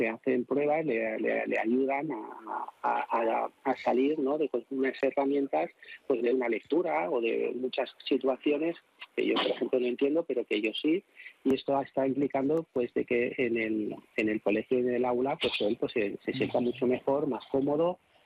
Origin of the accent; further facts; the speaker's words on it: Cornellà de Llobregat, Catalonia, Spain; Nosotros somos de Cornellà, de Llobregat.